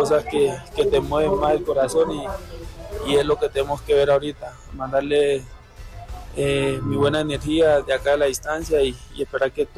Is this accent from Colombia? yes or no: yes; Chocó, Colombia; moved away; por ser de Colombia y más que todo el Chocó, donde siempre fue muy fuerte todo